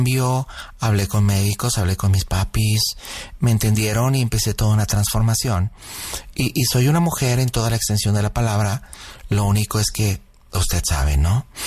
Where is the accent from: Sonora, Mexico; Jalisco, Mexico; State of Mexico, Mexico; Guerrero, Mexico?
Sonora, Mexico; Sonoita; born there; Mire, yo tengo 26 años y yo nací en Sonoita. Ahí viví hasta los 4.